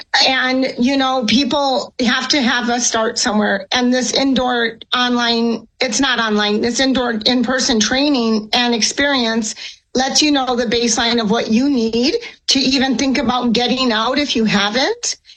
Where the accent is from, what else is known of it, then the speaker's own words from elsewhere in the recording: Phoenix, Arizona, United States; also born or lived in New Mexico; now in El Paso, United States; So number one, I came from Phoenix. I got into the hiking community. I was in New Mexico for 2 years. I looked up, nobody I knew was doing anything, and I looked up El Paso Hiking, found a meetup group.